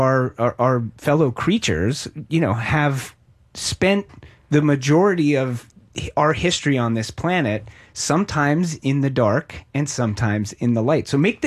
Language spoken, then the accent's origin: English; Pennsylvania, United States; where I grew up in Pennsylvania, and the lightning bug is the state bug, a state insect of Pennsylvania. And I grew up in a fairly rural area.